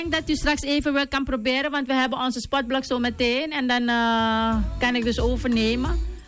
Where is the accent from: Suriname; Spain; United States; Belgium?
Suriname; Charlesburg, Paramaribo; Ja, Charlesburg is al sinds 3:30 wakker. Want ik kom ook van Charlesburg, maar wel nieuw Charlesburg.